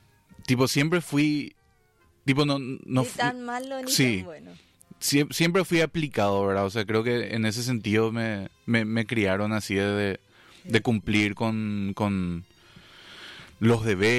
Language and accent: Spanish; Encarnación, Itapúa, Paraguay; born there; Hija, yo nací en Encarnación, ¿verdad? Hace ya 36 años.